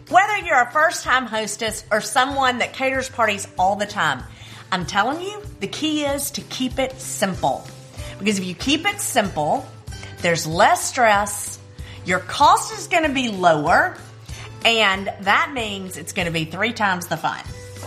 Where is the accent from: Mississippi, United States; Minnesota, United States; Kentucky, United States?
Mississippi, United States; Oxford; for an outdoor brunch in my hometown, Oxford, Mississippi.